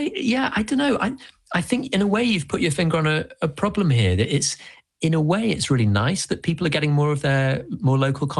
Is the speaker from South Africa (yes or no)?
no; Leeds, Yorkshire and the Humber, United Kingdom; born or raised there